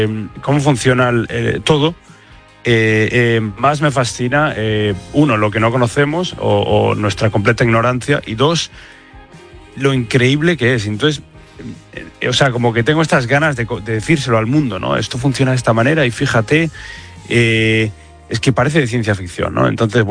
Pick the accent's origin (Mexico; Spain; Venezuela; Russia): Spain; Como españoles, yo creo que, y como habitantes del mundo